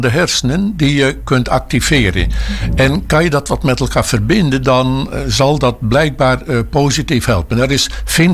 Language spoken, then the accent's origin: Dutch; Hindeloopen, Friesland, Netherlands; ik ben in Hinderlopen opgegroeid.